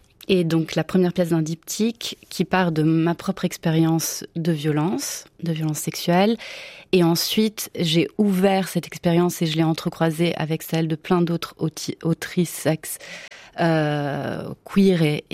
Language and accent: French; Italy; first language Italian; French is a second language; moved away; je suis italienne à mon tour